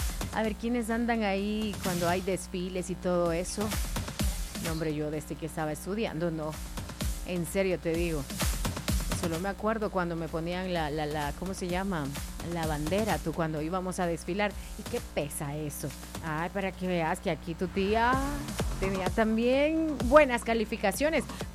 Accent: El Salvador; ¿Será que nosotros, como salvadoreños, también tenemos ese amor por la patria, por nuestro país, por nuestra cultura?

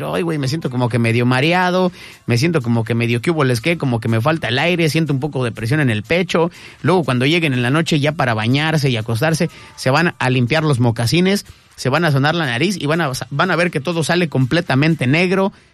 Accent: Mexico City, Mexico; moved away; en la tierra del smog, en mis tierras, por allá, porque yo también soy de allá de la Capirucha

